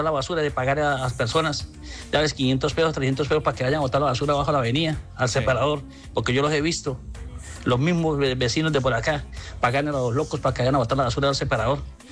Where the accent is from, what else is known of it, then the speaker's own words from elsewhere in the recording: Cúcuta, Norte de Santander, Colombia; Nosotros mismos, dicen que somos cucuteños, que queremos a Cúcuta, no la queremos.